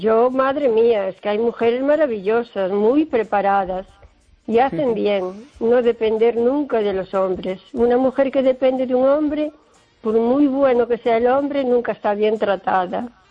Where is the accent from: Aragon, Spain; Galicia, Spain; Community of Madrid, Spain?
Galicia, Spain; O Carballiño